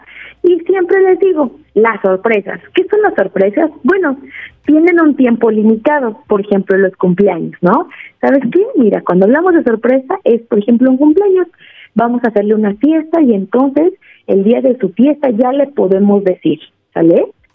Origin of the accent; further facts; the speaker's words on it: Mexico; como mexicanos y mexicanas estamos bien acostumbrados al contacto físico.